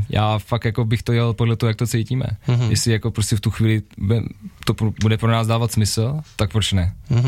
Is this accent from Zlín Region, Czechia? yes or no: no; Rakovník, Central Bohemian Region, Czechia; původně jsme z Rakovníka, jakoby největší část, ale pak jsme i rozsetý okolo.